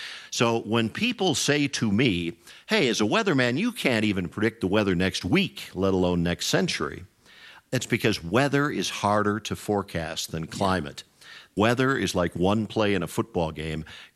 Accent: Madison, Wisconsin, United States; Growing up in Madison, Wisconsin, we had a big thunderstorm that came in.

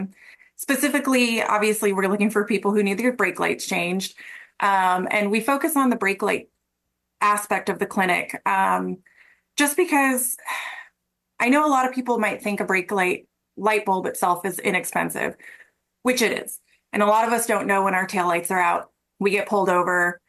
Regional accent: Arizona, United States; now in Missouri, United States; I myself am not. I'm from Arizona.

